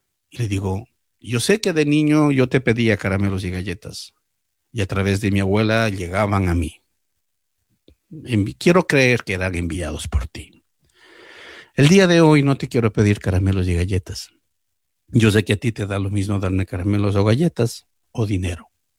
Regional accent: Ecuador; moved away as an adult; now in New York, United States; En el año 94, en 1994, yo vine del Ecuador a Nueva York.

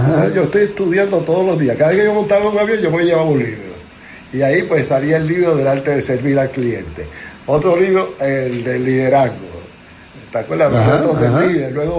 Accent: San Sebastián, Puerto Rico; also born or lived in Aguadilla, Puerto Rico; nací en el hospital de la base Reymín, pero somos de San Sebastián, ahí me crió

